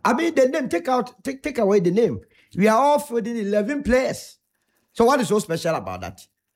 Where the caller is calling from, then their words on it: Ghana; as a Ghanaian